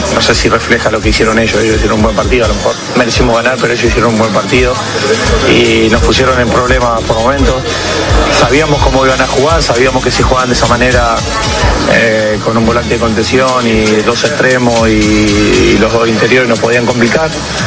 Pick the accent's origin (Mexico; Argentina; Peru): Argentina; Dirán que porque soy argentino lo digo